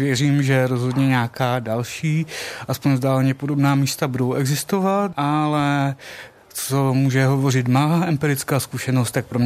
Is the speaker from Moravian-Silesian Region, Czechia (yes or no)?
yes; Orlová, Moravian-Silesian Region, Czechia; now in Prague, Czech Republic; já mám vlastně v Orlové mamku, ale žiju v Praze a byl jsem tady na chvíli, tak jsem tak zakončil pobyt v našem Moravskoslezském kraji